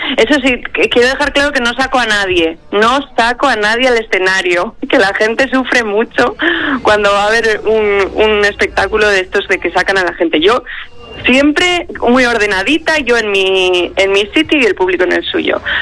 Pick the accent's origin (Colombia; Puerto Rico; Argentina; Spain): Spain; Vitoria-Gasteiz, Basque Country; Yo soy de Vitoria.